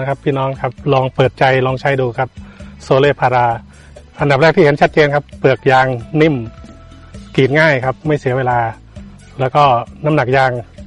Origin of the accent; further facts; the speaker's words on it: Buriram, Thailand; now in Nong Khai, Thailand; บุรีรัมย์ครับ